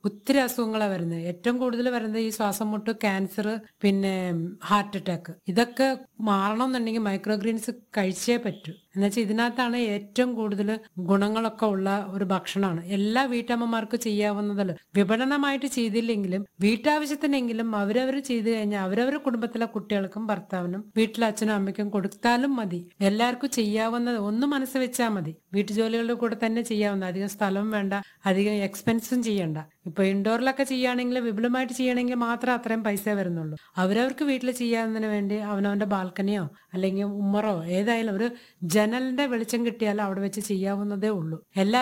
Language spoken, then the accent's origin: Malayalam; Andhra Pradesh, India; Malayalam is a second language; moved away as an adult; now in Kerala, India; ഞാൻ ആന്ധ്രയിൽ ജനിച്ചിട്ടുണ്ട്, ആന്ധ്രയിൽ വളർന്നിട്ടുണ്ട്, തമിഴ്നാട്ടിൽ പോവാറുണ്ട്.